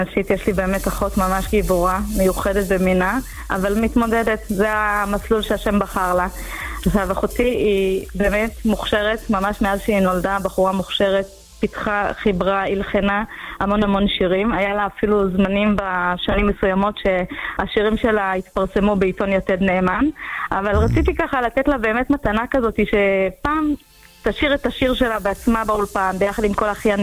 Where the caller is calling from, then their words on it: Southern District, Israel; אני עצמי מהדרום